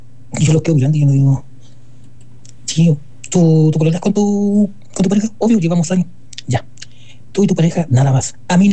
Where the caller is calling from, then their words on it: Chillán, Ñuble, Chile; Muy buenas noches desde Chillán, Chile